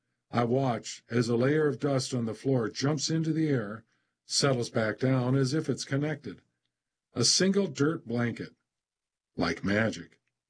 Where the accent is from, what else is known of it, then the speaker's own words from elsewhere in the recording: New York, United States; Roman is from Massachusetts. I'm from New York.